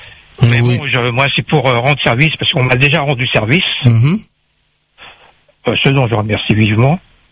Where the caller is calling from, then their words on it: Sainte-Marie, Réunion; À compter du 15 juin, pour 2 mois, et je suis à Sainte-Marie.